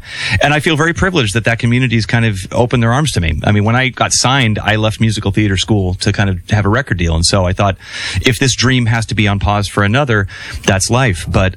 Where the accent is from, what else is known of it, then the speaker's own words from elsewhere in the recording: Los Angeles, California, United States; I'd love to do stuff in my hometown of L.A.